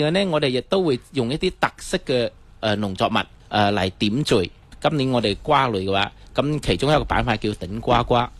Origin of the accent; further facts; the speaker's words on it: Guangdong, China; 我哋广东人